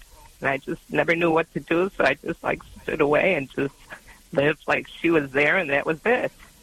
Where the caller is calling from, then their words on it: Illinois, United States; Well, I'm from Indiana, but I'm from Illinois.